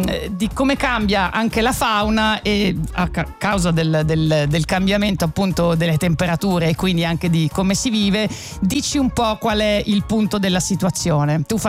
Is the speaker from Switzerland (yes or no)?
yes; Switzerland; now in Milan, Italy; È vero, tu sei friulano, io sono svizzera